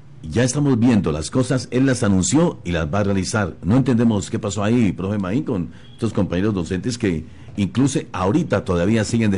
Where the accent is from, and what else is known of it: Colombia